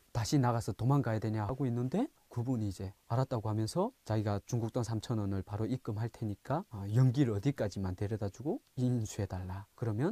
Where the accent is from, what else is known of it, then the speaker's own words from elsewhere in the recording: North Korea; moved away; 제 몰골을 봤을 때뭐 이미 알고 있는 거예요. 북한에서 왔을 거라는.